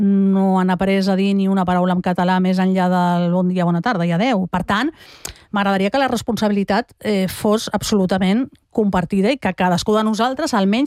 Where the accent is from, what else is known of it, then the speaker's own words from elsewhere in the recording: Catalonia, Spain; nosaltres, com a ciutadans catalans que no fem un ús del català quotidià